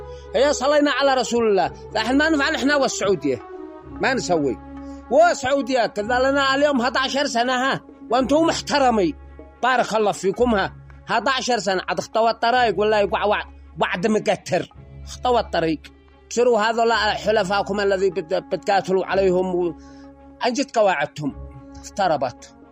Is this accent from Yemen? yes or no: yes; Yemen; احنا كشعب يمني حاضرين جاهزين مستعدين